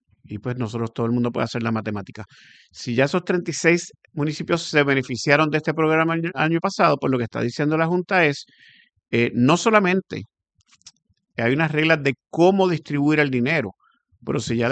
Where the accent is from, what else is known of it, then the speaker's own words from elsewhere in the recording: Puerto Rico; yo honestamente como puertorriqueño